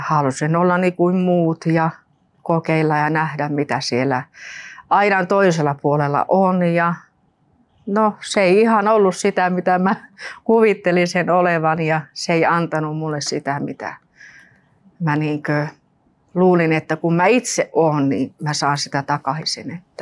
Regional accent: Rovaniemi, Lapland, Finland; also born or lived in Nurmes; now in Espoo, Finland; Mä oon tuolta Rovaniemeltä kotoisin ja sitten me ollaan Nurmiksesta muutettu tänne Espoon puolelle.

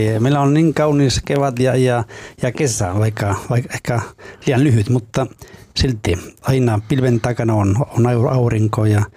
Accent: Basque Country, Spain; Finnish is a second language; moved away as an adult; now in Finland; olen kotoisin Baskimaasta

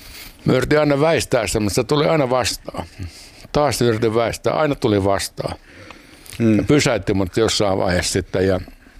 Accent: Helsinki, Uusimaa, Finland; born there; mä oon syntynyt Helsingissä.

